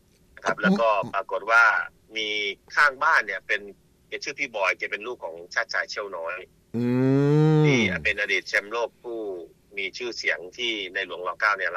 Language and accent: Thai; Nakhon Si Thammarat, Thailand; now in Pathum Thani, Thailand; ่เป็นคนจังหวัดนครธรรมราชครับ